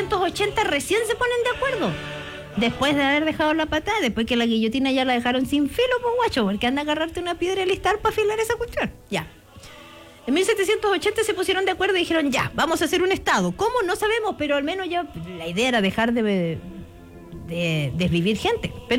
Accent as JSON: {"language": "Spanish", "country": "Chile", "said": "Ahora, nosotros como chilenos tenemos acceso con pasaporte, no necesitamos la visación para hacer ese vuelo."}